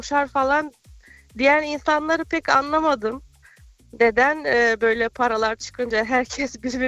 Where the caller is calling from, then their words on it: Hanover, Lower Saxony, Germany; Ben Hanover'den arıyorum.